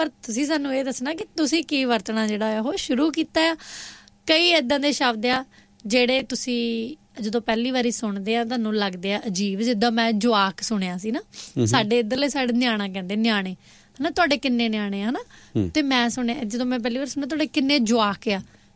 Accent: Punjab, India; ਮੇਰੇ ਇਲਾਕੇ ਤੋਂ ਤਾਂ ਦੁਆਬੇ ਤੋਂ ਤਾਂ ਇੱਦਾਂ ਵੀ ਜਿਹਦੇ ਵਿੱਚ ਆਲੂ ਪੈਂਦੇ ਉਹ ਸਬਜ਼ੀ ਆ

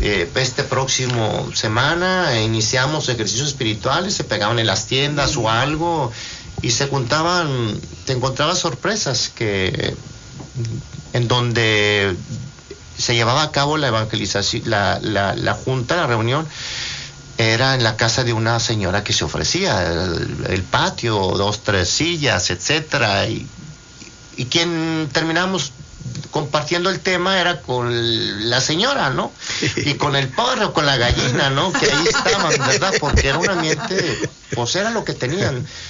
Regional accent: Guadalupe, Nuevo León, Mexico; moved away; also born or lived in Monterrey; Yo crecí en una comunidad en donde por primera vez llegaron los frailes a esa comunidad. Periferia de Monterrey, nací en Monterrey, posteriormente nos movemos hacia una periferia, Guadalupe, Nuevo León

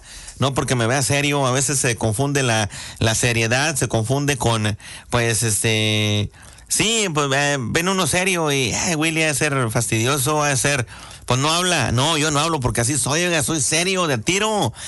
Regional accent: Las Conchas, Mexico; moved away; Allá en el rancho … Hay mucha gente, bueno, la mayoría de la gente en el rancho, allá en Las Conchas, de donde yo soy

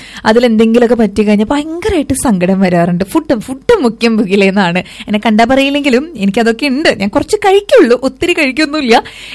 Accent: Palakkad, Kerala, India; ഞങ്ങൾ പാലക്കാട്ടുകാരടുത്ത്

